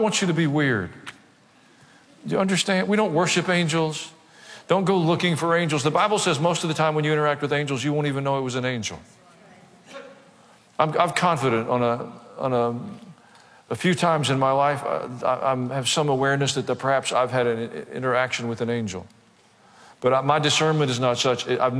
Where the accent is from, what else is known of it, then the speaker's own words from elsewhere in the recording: the South, United States; I was raised in the South